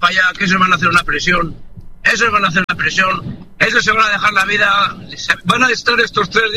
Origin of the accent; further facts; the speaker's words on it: Potes, Cantabria, Spain; now in Santander, Spain; Sí, bueno, soy de Potes, pero estoy en Santander.